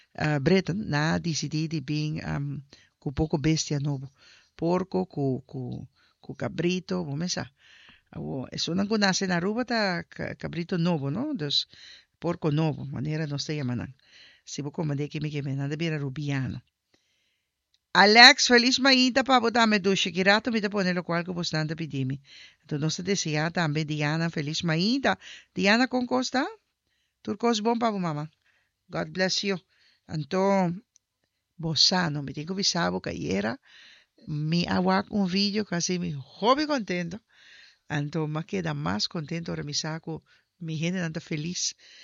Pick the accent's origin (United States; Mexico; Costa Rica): Costa Rica; now in Aruba; Mi comadrita que te pisa, soy tica.